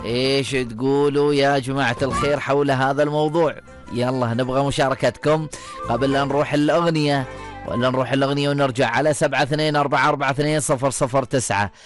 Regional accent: Oman; عندنا في سلطنة عمان

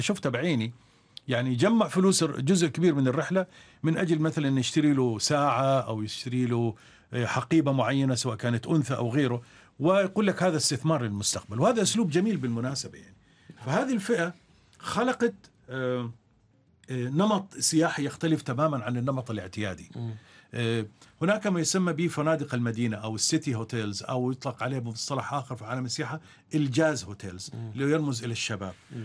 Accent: Oman; عندنا في عمان هنا

